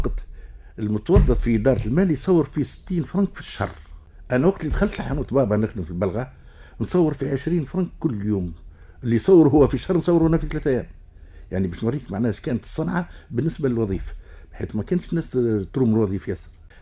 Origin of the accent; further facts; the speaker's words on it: Tunis, Tunis Governorate, Tunisia; born there; moved away as an adult; now in Ezzahra, Tunisia; أما تولدت في دارنا زنقة سيدي دلة عدد 46 توا ساكن فيها أخويا. طلعت للزهرة وقتها عام 57